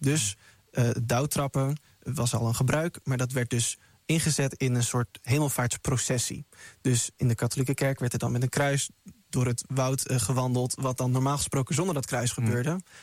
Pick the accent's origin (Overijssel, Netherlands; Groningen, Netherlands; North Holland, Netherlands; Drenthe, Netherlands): Overijssel, Netherlands; Ik kom uit Overijssel